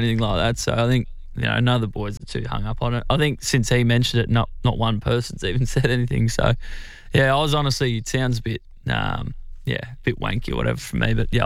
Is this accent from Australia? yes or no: yes; Albany, Western Australia, Australia; I'm from Albany.